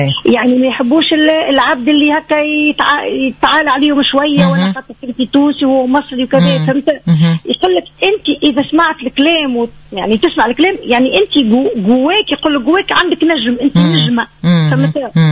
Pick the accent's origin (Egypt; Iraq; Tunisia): Tunisia